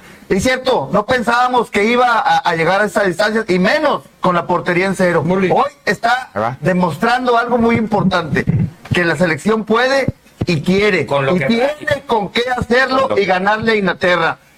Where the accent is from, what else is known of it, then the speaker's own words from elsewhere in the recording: Mexico; lo que todos deseamos como buenos mexicanos